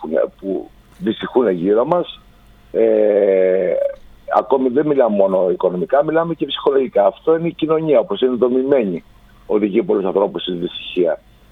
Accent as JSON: {"language": "Greek", "region": "Central Greece", "country": "Greece", "tie": "born there", "said": "Είμαι από το Φτιόλτα, έχω γεννηθεί, οπότε είμαστε συντοπίτες, όπως λέγαμε."}